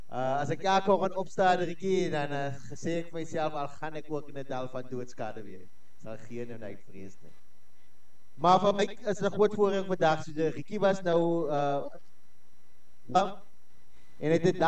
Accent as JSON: {"language": "Afrikaans", "town": "Hessequa", "region": "Western Cape", "country": "South Africa", "said": "Ek kom van Hessequa, maar ek het 'n bietjie te vinnig gery hier na toe"}